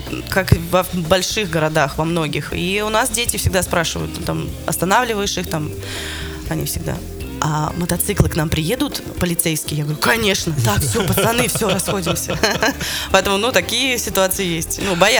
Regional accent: Yurga, Kemerovo Oblast, Russia; Я, конечно, с Кузбасса, но наш город находится на пересечении трех областей. Это Новосибирская область, Томская и Кемеровская. Я в городе, в Кемеровской области. Город Юрга такой.

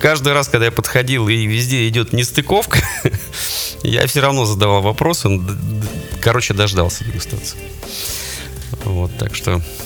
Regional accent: Russia; born there; все мы родились в России, в Советском Союзе

